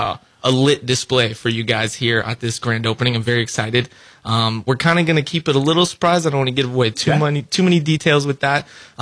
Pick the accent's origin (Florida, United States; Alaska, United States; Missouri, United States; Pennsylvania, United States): Florida, United States; St. Petersburg; So I come from the multifamily industry. I come from the St. Pete area, and I was working over there.